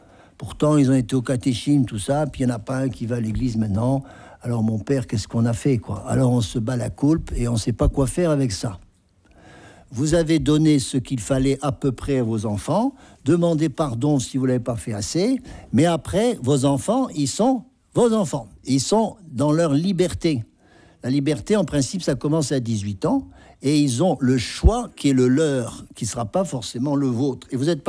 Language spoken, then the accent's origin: French; France; Alors, je sais bien, les Français, on aime bien manger, mais quand même.